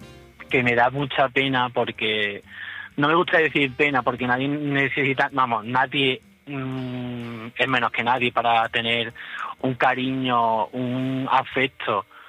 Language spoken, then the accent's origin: Spanish; Cabra, Andalusia, Spain; Desde Cabra, Córdoba.